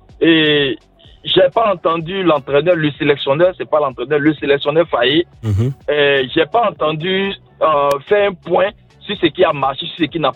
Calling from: Côte d’Ivoire; je suis ivoirien.

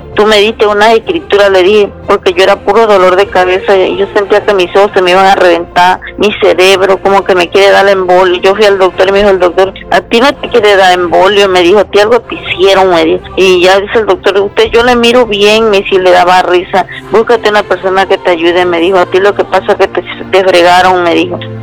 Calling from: Cárdenas, Tabasco, Mexico; De aquí, de Cárdenas, Tabasco.

